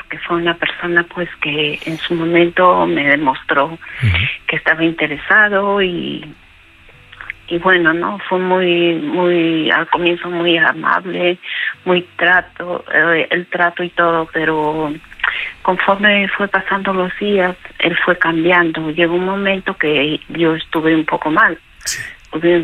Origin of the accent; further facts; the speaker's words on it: Peru; moved away; Bueno, mire, yo soy peruana, llevo varios años aquí